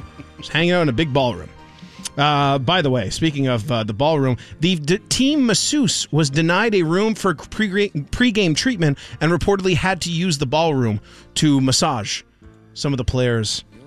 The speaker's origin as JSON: {"language": "English", "region": "Scotland", "country": "United Kingdom", "said": "As a Scotsman, we found very fascinating ways to say cheap."}